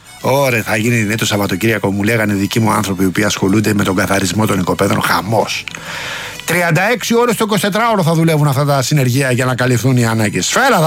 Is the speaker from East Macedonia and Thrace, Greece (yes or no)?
no; Rafina, Attica, Greece; θα πάμε στη Ραφίνα αργότερα, την πατρίδα μου, όχι για τα λιμάνια και για τα ταξίδια